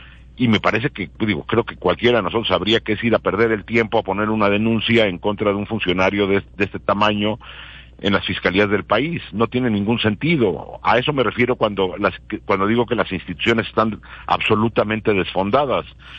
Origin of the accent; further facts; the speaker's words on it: Mexico; sabemos como mexicanos